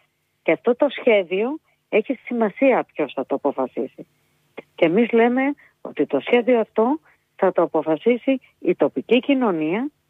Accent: Lamia, Central Greece, Greece; Εγώ που είμαι από τη Λαμία

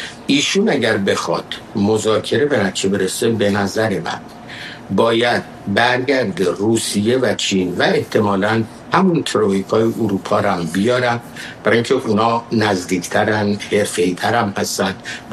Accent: Iran; منم به عنوان یه ایرانی

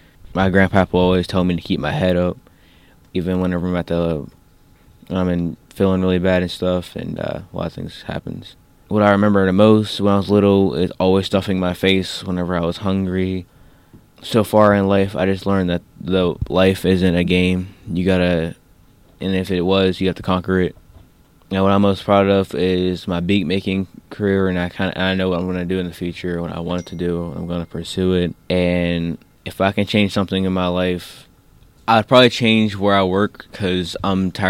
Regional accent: Pittsburgh, Pennsylvania, United States; born there

